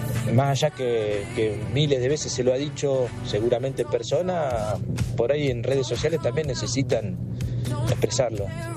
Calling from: Bahía Blanca, Buenos Aires Province, Argentina; de Bahía Blanca. Un abrazo para todos.

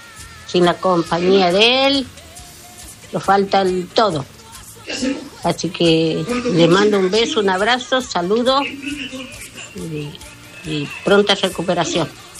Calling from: Catamarca, Argentina; de Catamarca.

